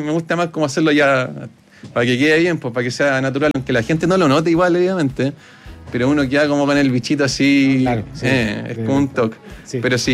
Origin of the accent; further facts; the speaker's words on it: Machalí, O'Higgins, Chile; also born or lived in Rancagua; yo soy de la sexta región, de Machalí.